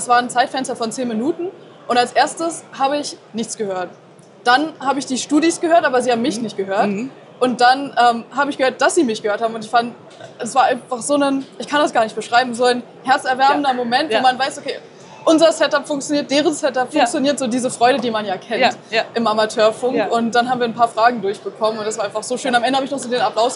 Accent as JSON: {"language": "German", "region": "Berlin", "country": "Germany", "tie": "born or raised there", "said": "war ein Funkkontakt mit der TU Berlin, in meiner Heimatstadt."}